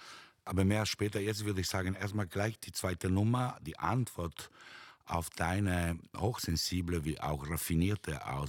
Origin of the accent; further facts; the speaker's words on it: Italy; now in Austria; ich komme aus Italien, wo wir Ferragosto besonders feiern